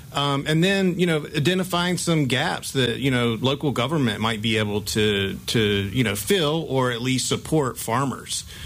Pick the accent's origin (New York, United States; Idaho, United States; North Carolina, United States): North Carolina, United States; Beaufort County; moved away; I'm also from Eastern North Carolina, Beaufort County